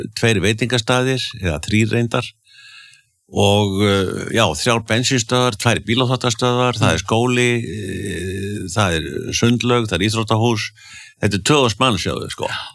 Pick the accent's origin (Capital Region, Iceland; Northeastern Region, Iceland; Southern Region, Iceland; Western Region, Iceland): Northeastern Region, Iceland; Akureyri; Þetta minnir mig á þegar ég var krakki alast upp á Akureyri.